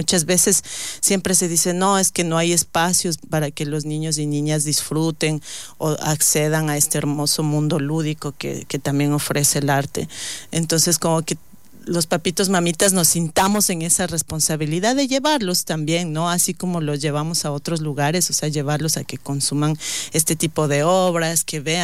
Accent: Ecuador; nosotros mismos como ecuatorianos

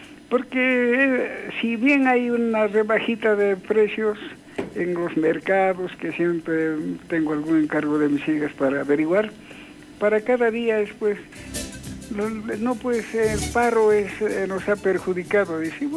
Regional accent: San Pedro de Buena Vista, Potosí, Bolivia; Ese es mi querido pueblo San Pedro de Buena Vista, de donde he nacido

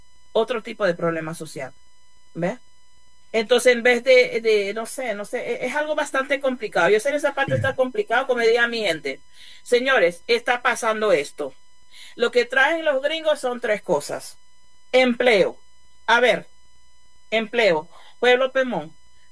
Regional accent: Venezuela; Porque una cosa es estar preparado para trabajar en empresas petroleras, porque ya es algo como tradicional que somos un país petrolero

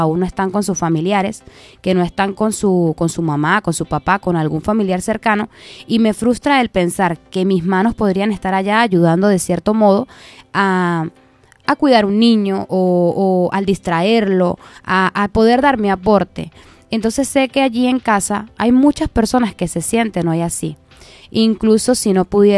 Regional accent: Venezuela; moved away; eso nos mueve a todos como venezolanos, como humanos

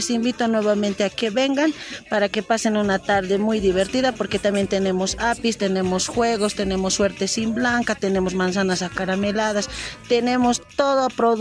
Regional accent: La Paz, Bolivia; yo vengo desde La Paz.

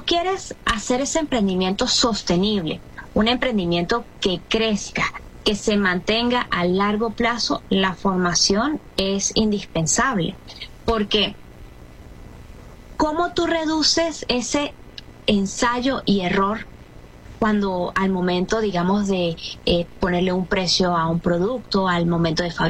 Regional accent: Venezuela; lo que somos como venezolanos

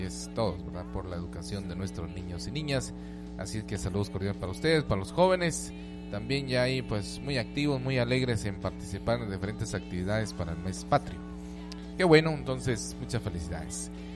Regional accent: Guatemala; como guatemaltecos, ¿verdad? De esta bella nación de Guatemala

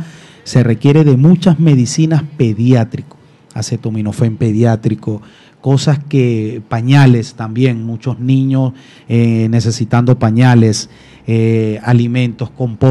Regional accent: Venezuela

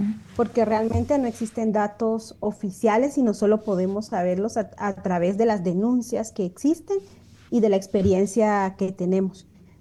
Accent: Guatemala; como si fuera parte de lo que vemos cotidianamente como guatemaltecas y guatemaltecos

